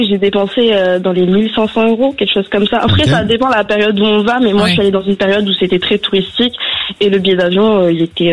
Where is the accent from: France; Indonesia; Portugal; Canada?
France; Bordeaux, Nouvelle-Aquitaine; Alors, j'ai 20 ans et je viens de Bordeaux.